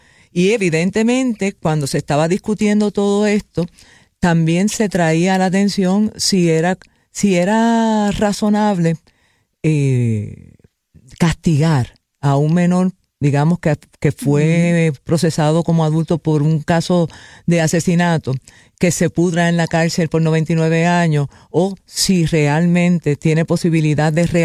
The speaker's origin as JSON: {"language": "Spanish", "country": "Puerto Rico", "said": "cómo criamos a nuestros muchachos, cómo vemos a nuestros jóvenes en Puerto Rico versus la idiosincrasia estadounidense"}